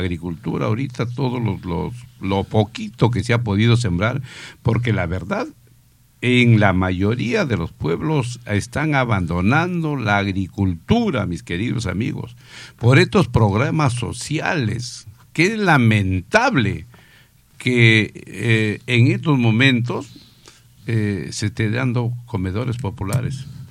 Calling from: Tauca, Ancash, Peru; En mi pueblo, en Tauca

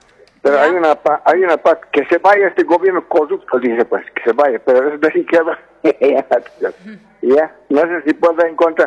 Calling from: La Paz, Bolivia; de la ciudad de La Paz.

